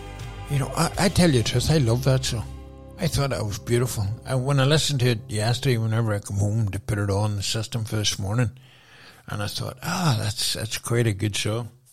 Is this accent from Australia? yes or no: yes; Australia; We are Australian, or I am Australian.